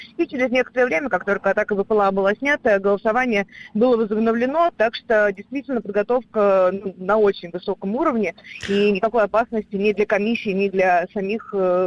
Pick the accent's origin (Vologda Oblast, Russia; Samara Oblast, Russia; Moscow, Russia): Samara Oblast, Russia; я там из Самарской области